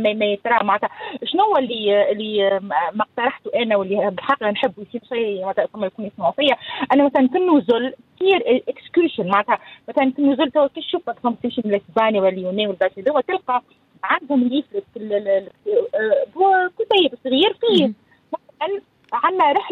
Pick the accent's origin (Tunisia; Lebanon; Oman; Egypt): Tunisia; moved away; انا تونسيه كل يوم عمري كامل